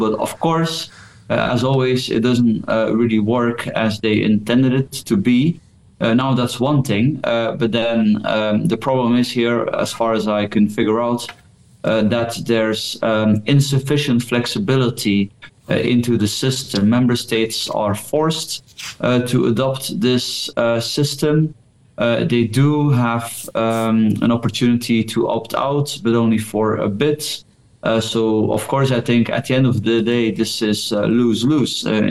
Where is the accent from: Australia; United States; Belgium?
Belgium; I'm from Belgium.